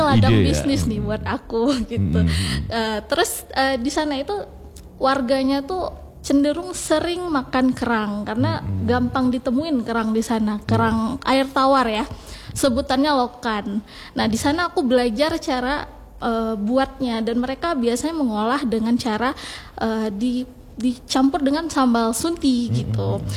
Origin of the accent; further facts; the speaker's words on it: Aceh, Indonesia; karena kita orang Aceh